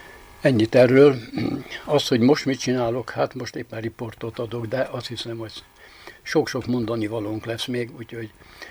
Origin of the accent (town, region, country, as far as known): Baranya, Hungary; born or raised there